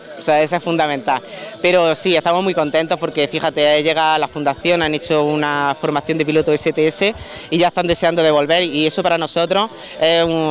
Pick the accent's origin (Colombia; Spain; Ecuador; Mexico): Spain; Villacarrillo, Andalusia; born there; moved away as an adult; yo estuve muchos años fuera, volví a mi tierra, a mis raíces, con mi familia, y donde tengo mi trabajo